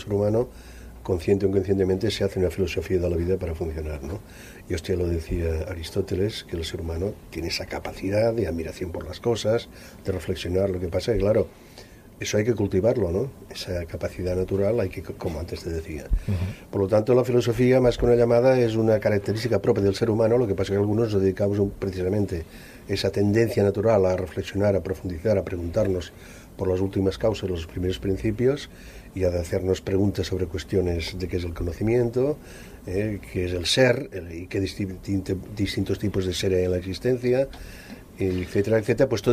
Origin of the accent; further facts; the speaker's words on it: Aragon, Spain; Digamos que soy maño.